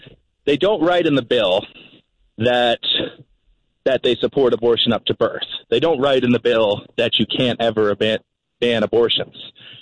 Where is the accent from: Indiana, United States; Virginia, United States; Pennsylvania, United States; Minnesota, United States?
Virginia, United States; That's the case in my home state of Virginia.